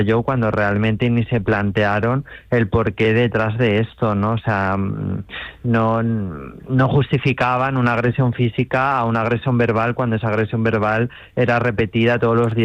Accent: Marchamalo, Castilla-La Mancha, Spain; also born or lived in Guadalajara; now in Madrid, Spain; pienso en mi pueblo con un punto de rencor por esto, pero bueno, también soy muy marchamalero

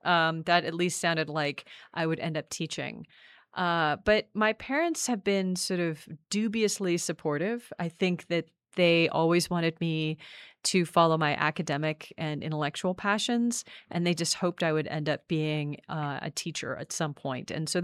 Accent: Seattle, Washington, United States; moved away as an adult; also born or lived in Dublin / Toronto / Michigan / Japan; now in Utah, United States; I grew up in Seattle, Washington.

